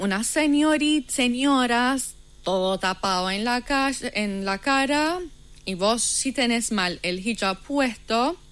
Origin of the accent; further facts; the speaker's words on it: Iran; Spanish is a second language; moved away; una persona que vivió bajo esa represión, que desde muy chica, yo estuve ahí, mi familia estuvo ahí, vivimos.